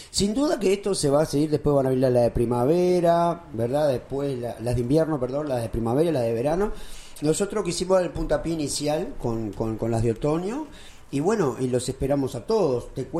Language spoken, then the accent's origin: Spanish; Uruguay; mi querido barrio Ceibal, yo soy de Ceibal.